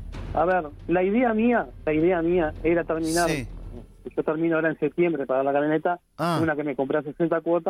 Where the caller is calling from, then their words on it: Uruguay; somos uruguayos y nos matamos trabajando.